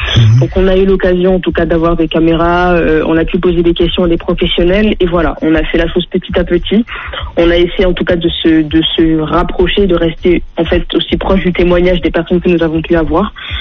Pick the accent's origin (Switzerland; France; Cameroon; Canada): France; moved away as an adult; now in Martinique, France; Je suis née, j'ai grandi en Hexagone.